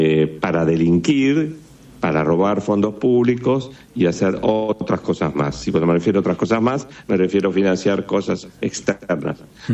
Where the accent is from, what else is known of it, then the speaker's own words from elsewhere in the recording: Buenos Aires, Argentina; Yo me crié en Villa Devoto y yo recuerdo que cuando iba al colegio a las 7:30 de la mañana, sí, en pleno invierno, estaban congeladas las cunetas con el agua.